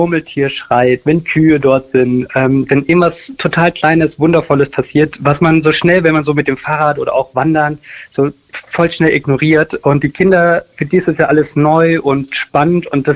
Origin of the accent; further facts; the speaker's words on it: Berlin, Germany; Also ich komme aus Berlin und drehe dort normalerweise so als Brotverdienst klassische Werbung